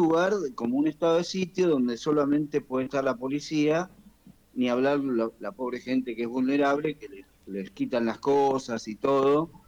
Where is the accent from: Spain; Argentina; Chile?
Argentina; nuestra identidad como argentinos